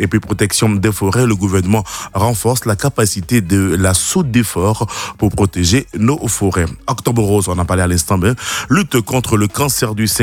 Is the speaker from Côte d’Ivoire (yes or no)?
yes; Côte d’Ivoire; Et puis chez nous, en Côte d'Ivoire